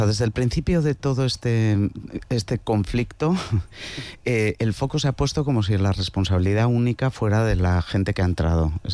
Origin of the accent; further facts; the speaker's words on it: Irún, Basque Country, Spain; yo soy de Irún, somos población de frontera